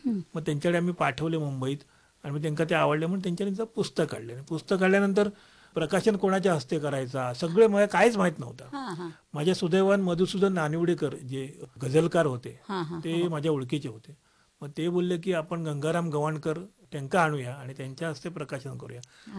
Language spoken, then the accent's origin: Marathi; Nadan, Maharashtra, India; माझा गाव देवगड, नाडण वीरवाडी, नाडण ह्या गाव आणि वीरवाडी म्हणजे एक छोटीशी वाडी.